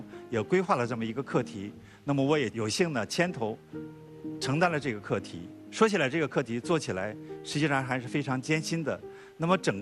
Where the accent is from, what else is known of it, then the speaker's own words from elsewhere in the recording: China; 我们中国人自己的数据